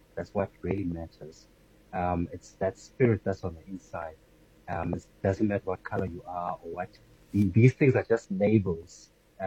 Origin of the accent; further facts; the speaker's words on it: South Africa; also born or lived in Ghana; I was born in Ghana. I stayed, let's say, 1 year, and then I moved straight to South Africa. So I don't really have a record of my Ghanaian background. And, I've lived with Tswanas, I've lived with Sotho's, I've lived with Xhosas.